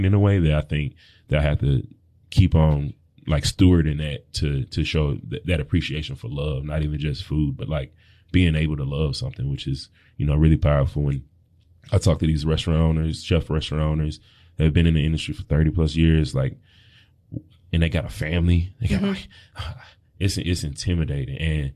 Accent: Tennessee, United States; we're in Tennessee and I grew up in Tennessee, you know, it's a landlocked state

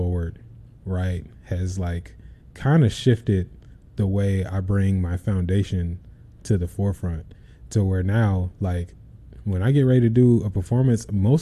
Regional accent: Chicago, Illinois, United States; growing up in Chicago

